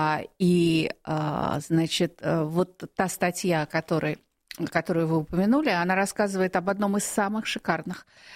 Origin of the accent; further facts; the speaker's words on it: Moscow, Russia; вернувшись в Москву, я была потрясена тем, насколько мой родной город безопасен.